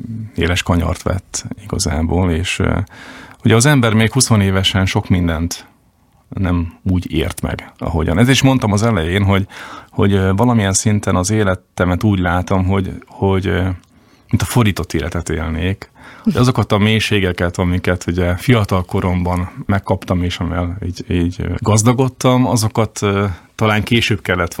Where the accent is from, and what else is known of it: Šahy, Nitra Region, Slovakia; born or raised there; moved away as an adult; also born or lived in Bratislava